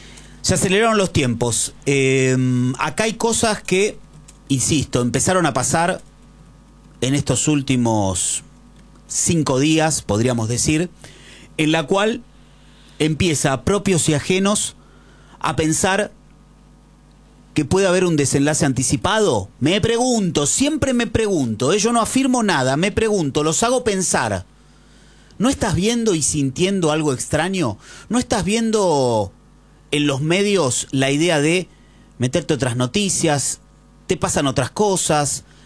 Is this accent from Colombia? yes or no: no; Argentina; ¿Saben qué me pasa como argentino?